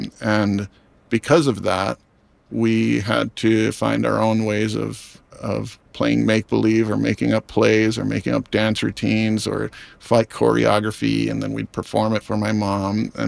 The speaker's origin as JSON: {"language": "English", "region": "Hawaii", "country": "United States", "tie": "born or raised there", "said": "I always sort of compartmentalized my upbringing and my culture and growing up in Hawaii as sort of a separate thing than my experience as a filmmaker"}